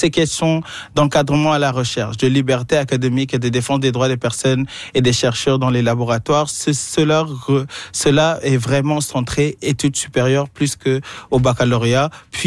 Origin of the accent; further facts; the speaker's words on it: Paris, Île-de-France, France; Il faut savoir comment je viens de Paris. Fait comme à ce moment, j'étais à Paris en train de profiter du ciel gris de Paris.